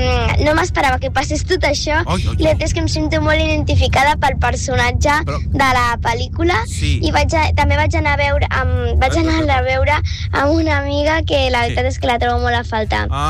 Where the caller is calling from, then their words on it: Barcelona, Catalonia, Spain; de Barcelona.